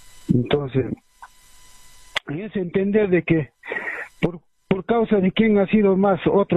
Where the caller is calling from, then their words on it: Puno, Peru; soy … de Puno